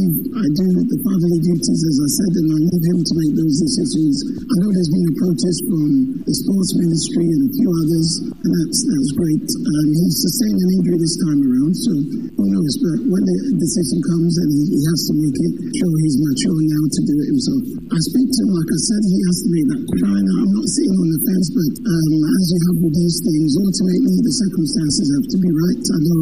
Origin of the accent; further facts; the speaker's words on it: Ghana; we're Ghanaian, of course, so he loves Ghana